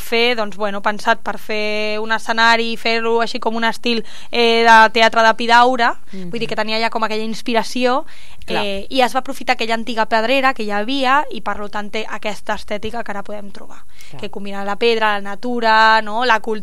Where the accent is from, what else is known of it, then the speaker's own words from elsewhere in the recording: Catalonia, Spain; com a bona catalana que sóc